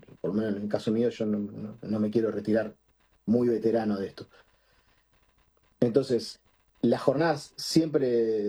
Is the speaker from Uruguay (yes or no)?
yes; Uruguay